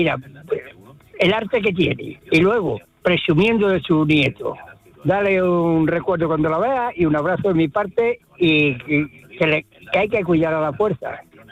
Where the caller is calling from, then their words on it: Guadix, Andalusia, Spain; de Guadix.